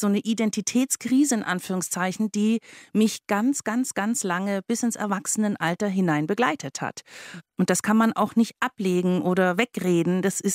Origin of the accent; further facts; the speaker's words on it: Baden-Württemberg, Germany; Ich bin in der Region Stuttgart aufgewachsen, Kindergarten. Wir sind ein paar Mal umgezogen.